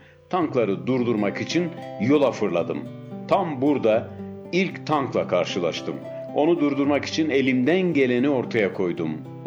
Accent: Black Sea Region, Turkey; Ben Karadenizliyim.

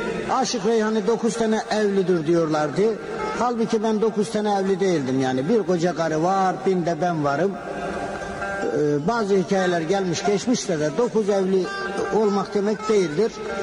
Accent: Erzurum, Turkey; moved away as an adult; now in Bursa, Turkey; Ben orada büyüdüm. O sert sulardan, sert dadaşlarla, mert dadaşlarla haşır neşir oldum. Ben de oranın çocuğuyum. Orada büyüdüm.

